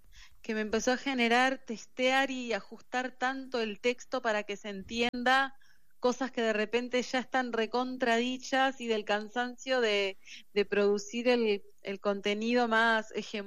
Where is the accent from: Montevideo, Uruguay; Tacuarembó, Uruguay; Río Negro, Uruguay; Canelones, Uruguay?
Tacuarembó, Uruguay; Cinco Sauces; Sí, yo me crié en el interior de Uruguay, nací en Tacuarembó, que es muy en el interior.